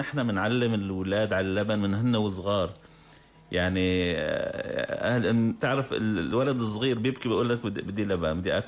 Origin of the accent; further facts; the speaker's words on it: Damascus, Damascus Governorate, Syria; وحتى عندنا في دمشق